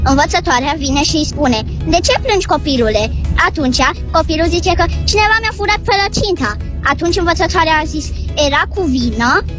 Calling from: Timișoara, Timiș County, Romania; din Timișoara

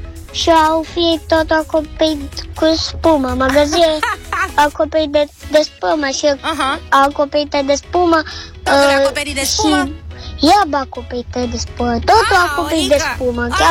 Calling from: Bucharest, Romania; din București.

